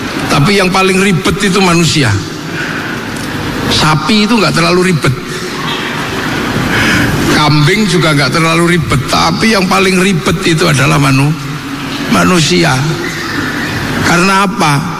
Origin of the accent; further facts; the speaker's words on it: Yogyakarta, Special Region of Yogyakarta, Indonesia; Saya juga mau nyampaikan pantun tapi pakai bahasa Jawa karena saya orang Jogja.